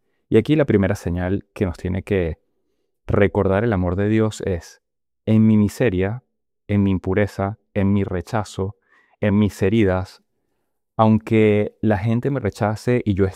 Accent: Venezuela; Yo soy venezolano.

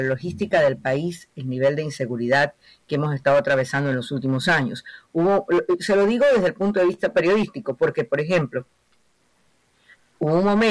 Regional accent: Guayaquil, Guayas, Ecuador; esto como ciudad de Guayaquil nos importa mucho, como guayaquileños nos importa mucho

